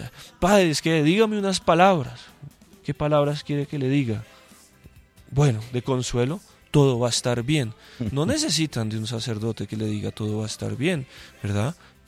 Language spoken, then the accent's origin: Spanish; Colombia; Como buenos colombianos nos gusta ducharnos